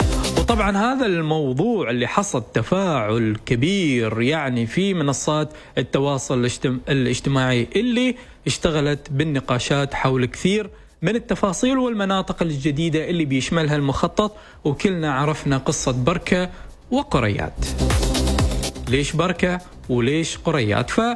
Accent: Oman; وأيضا تنفع بلدنا عمان

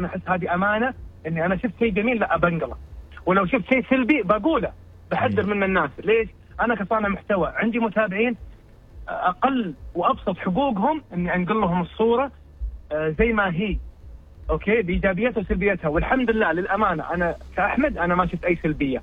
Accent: Saudi Arabia; أنا سعودي

